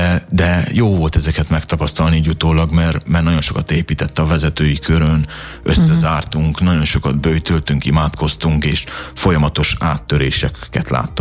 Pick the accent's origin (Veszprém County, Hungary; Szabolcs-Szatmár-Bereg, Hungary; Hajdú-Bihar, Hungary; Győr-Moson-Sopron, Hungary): Hajdú-Bihar, Hungary; Hajdúsámson; moved away as an adult; also born or lived in Debrecen / England; Én keresztény családban nőttem fel, keresztény otthonban, Debrecen és környéke, Hajdúsámson pontosabban, félig itt, félig ott gyerekként.